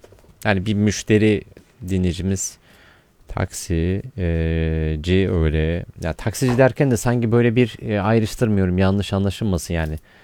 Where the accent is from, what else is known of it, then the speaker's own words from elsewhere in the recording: Ankara, Turkey; Ben Ankara'da Trabzonların içinde büyüdüm.